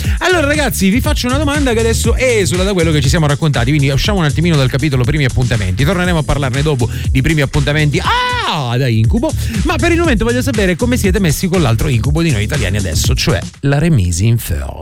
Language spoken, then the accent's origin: Italian; Rome, Lazio, Italy; noi che siamo di Roma, il centro Italia, dimagriamo di meno.